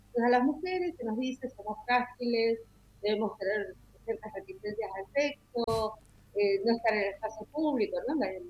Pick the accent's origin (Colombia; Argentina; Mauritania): Argentina